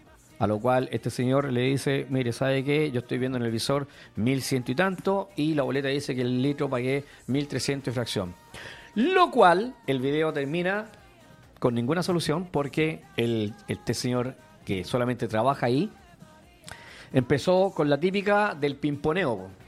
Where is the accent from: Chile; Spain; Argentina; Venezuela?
Chile